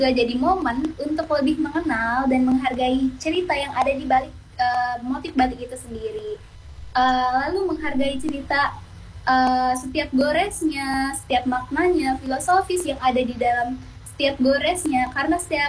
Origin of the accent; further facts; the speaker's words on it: Lebak, Banten, Indonesia; saya bukan cuma membawa nama diri saya sendiri, tetapi saya juga membawa nama daerah saya, yaitu Lebak, dan budaya yang mungkin bisa saya representasikan.